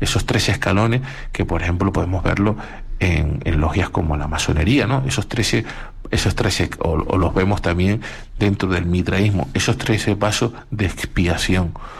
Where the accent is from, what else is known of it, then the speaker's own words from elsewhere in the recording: Canary Islands, Spain; nosotros somos la tierra de las Hespérides, las tierras de Occidente